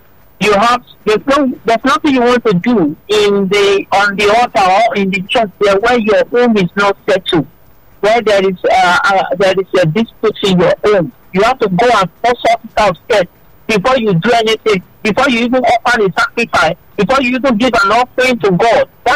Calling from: Lagos, Nigeria; I'm calling from Ikosun, Lagos.

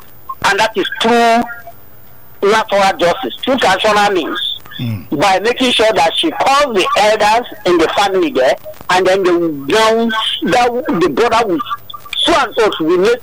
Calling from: Abuja, Federal Capital Territory, Nigeria; I'm calling from Abuja

